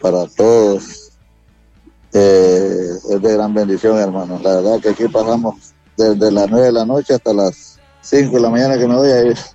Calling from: La Lima, Cortés, Honduras; Aquí en el municipio de La Lima, Gasolinera 1

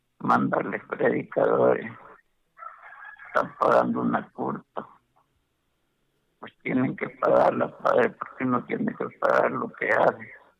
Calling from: Honduras; De la vía San Francisco

